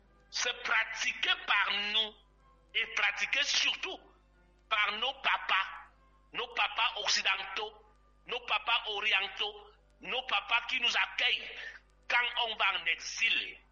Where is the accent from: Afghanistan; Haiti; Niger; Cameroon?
Cameroon